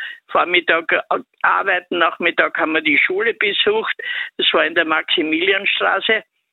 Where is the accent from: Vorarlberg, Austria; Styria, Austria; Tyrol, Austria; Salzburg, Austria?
Styria, Austria; accent: Styrian; Ich habe natürlich als Dirndl viel Dialekt gesprochen, gell? Steirisch.